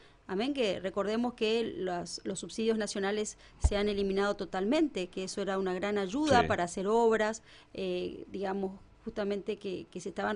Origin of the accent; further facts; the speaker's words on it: Formosa, Argentina; Yo, que desde chiquita que vivo en Formosa